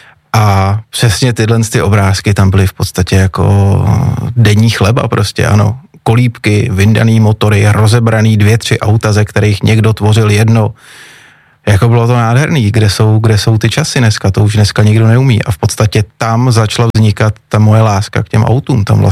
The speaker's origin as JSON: {"language": "Czech", "region": "Prague", "country": "Czechia", "tie": "born or raised there", "said": "to znamená 100% Pražák. Máma Pražačka, táta Pražák, takže žádná naplavenina, opravdu odkojenej Vltavou od A do Z."}